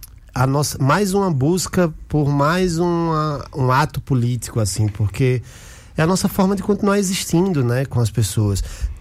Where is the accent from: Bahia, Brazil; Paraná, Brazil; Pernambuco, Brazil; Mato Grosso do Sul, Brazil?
Pernambuco, Brazil; Recife